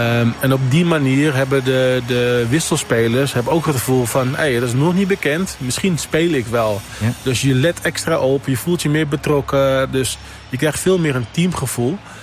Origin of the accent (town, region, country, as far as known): Netherlands